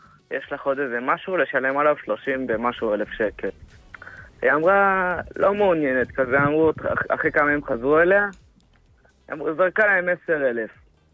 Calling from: Beitar Illit, Judea and Samaria Area, Israel; ביתר עילית.

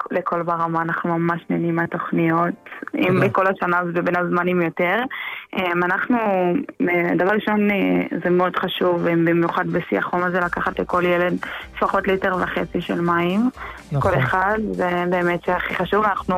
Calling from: Jerusalem, Jerusalem District, Israel

